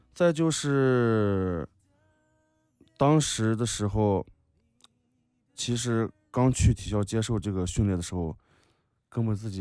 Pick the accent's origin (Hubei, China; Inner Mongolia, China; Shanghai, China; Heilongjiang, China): Inner Mongolia, China; now in Yulin, China; 对，你像我们内蒙古那里有这个广阔的草原和蜿蜒的河流